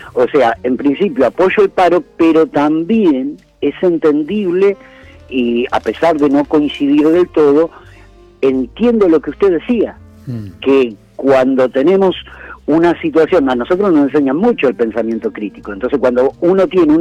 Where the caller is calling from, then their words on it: La Plata, Buenos Aires Province, Argentina; Soy de La Plata